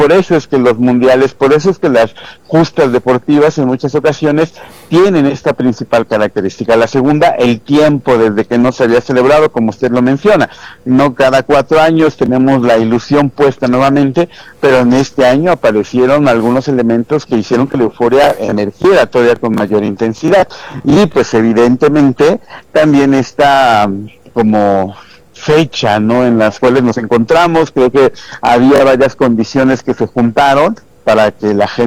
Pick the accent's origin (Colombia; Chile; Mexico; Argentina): Mexico; y sentiremos un confort de todos nosotros como mexicanos.